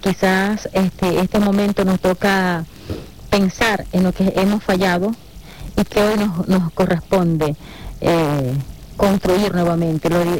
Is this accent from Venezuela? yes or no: yes; Venezuela; Y es allí donde nosotros podemos corregir como venezolanos, evaluarnos a lo interno.